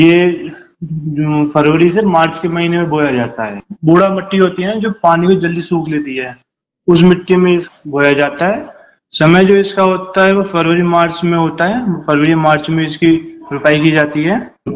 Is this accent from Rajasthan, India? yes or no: no; Bulandshahr, Uttar Pradesh, India; मैं रहने वाला जिला बुलंदशहर उड़जा, मेरे गांव का नाम ग्राम गवाह है